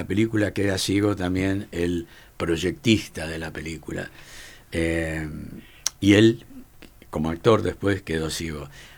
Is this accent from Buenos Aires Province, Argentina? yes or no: yes; Bahía Blanca, Buenos Aires Province, Argentina; cuando era chico, acá en Bahía Blanca.